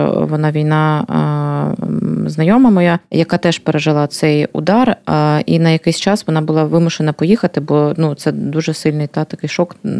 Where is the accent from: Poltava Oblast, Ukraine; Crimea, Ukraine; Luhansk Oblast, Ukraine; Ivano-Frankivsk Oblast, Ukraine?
Luhansk Oblast, Ukraine; І мені надзвичайно боляче це чути, оскільки я з Луганщини і про своїх таких земляків саме з мого регіону.